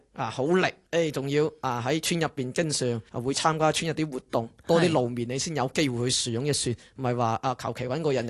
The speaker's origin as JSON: {"language": "Cantonese", "town": "Diejiao", "region": "Guangdong", "country": "China", "tie": "born or raised there", "said": "咁我喺碟教咧就土生土长长大嘅。咁我哋家族咧吓三代咧都同呢个龙船结下咗呢个不解之缘。"}